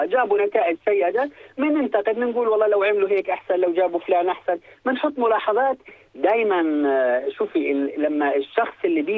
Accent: Jordan; إحنا أنت لما تطلع برا أنت كأردني

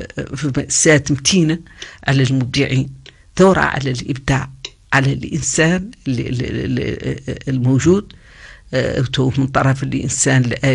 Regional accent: Mauritania; ونحن هون موريتاني

